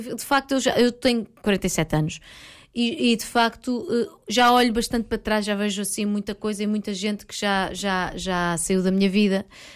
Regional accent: Lisbon, Portugal; E eu sou de Lisboa, portanto, eu acho que, pelo menos até ao pessoal da minha geração

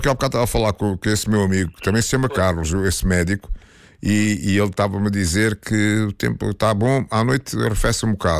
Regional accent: Luanda, Angola; a senhora é de Luanda e eu também.

